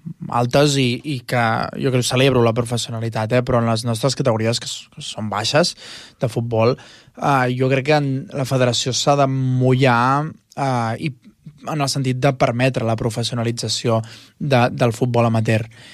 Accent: Tordera, Catalonia, Spain; Som Ràdio Tordera, soc de Tordera

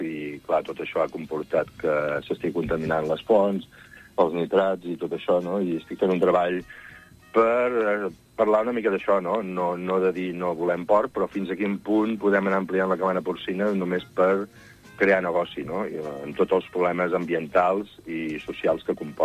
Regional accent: Catalonia, Spain; jo soc d'Osona

